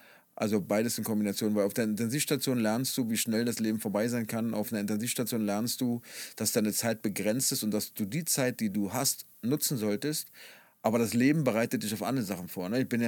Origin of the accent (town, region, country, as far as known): Berlin, Germany; born or raised there